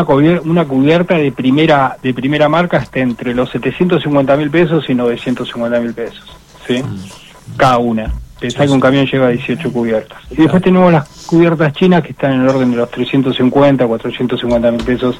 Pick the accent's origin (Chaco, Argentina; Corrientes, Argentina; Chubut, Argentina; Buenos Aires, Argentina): Chubut, Argentina